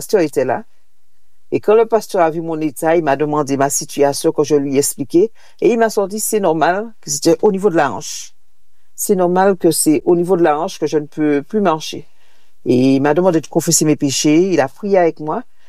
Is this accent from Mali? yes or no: no; Martinique; la seule chose que je voulais, c'était rentrer chez moi, en Martinique.